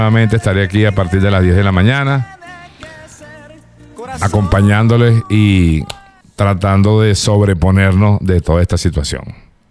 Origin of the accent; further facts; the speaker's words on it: La Guaira, Venezuela; born there; soy de La Guaira, nací en La Guaira y tengo a mi familia, el 80% de mi familia está en La Guaira.